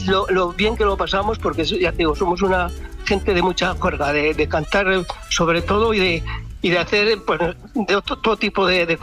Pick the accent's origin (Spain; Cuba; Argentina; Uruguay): Spain; Ezcaray, La Rioja; Vamos a ver, yo soy de Ezcaray.